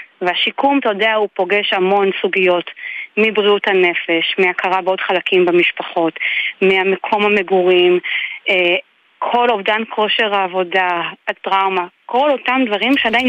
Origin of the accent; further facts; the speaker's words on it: Migdal HaEmek, Northern District, Israel; אני אגיד רגע ברמה האישית, בכל זאת, אני גדלתי במגדל העמק.